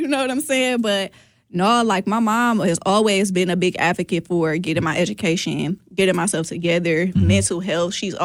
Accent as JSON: {"language": "English", "town": "Milwaukee", "region": "Wisconsin", "country": "United States", "tie": "born or raised there", "said": "Born and raised in Milwaukee, yes."}